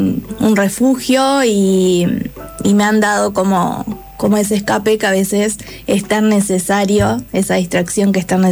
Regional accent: Salto, Uruguay; Bueno, soy de Salto

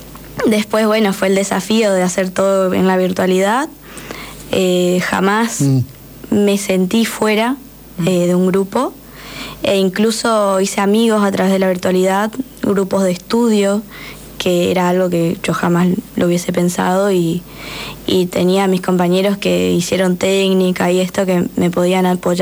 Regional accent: Paso de los Libres, Corrientes, Argentina; now in Concordia, Argentina; encontré que había en Concordia, que me queda cerca, soy de Paso de los Libres, de Corrientes.

